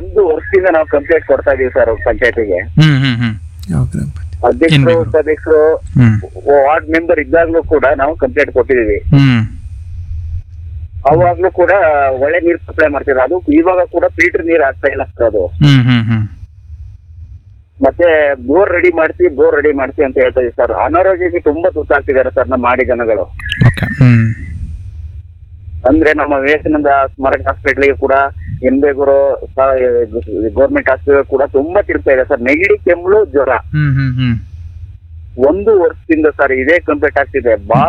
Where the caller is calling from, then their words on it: Karnataka, India; ಕೆಂಪನಾಡಿಯಿಂದ